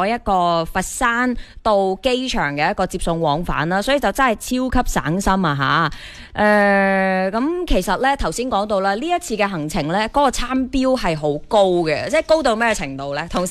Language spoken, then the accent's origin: Cantonese; Guangdong, China; 啱唔啱我哋广东人口味先？